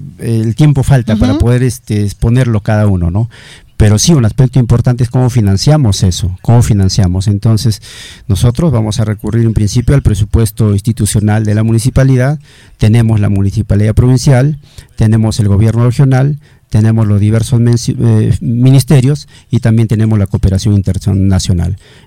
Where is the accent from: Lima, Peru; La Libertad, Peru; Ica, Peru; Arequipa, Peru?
La Libertad, Peru; Salpo; Reiterarles a mi pueblo de Salpo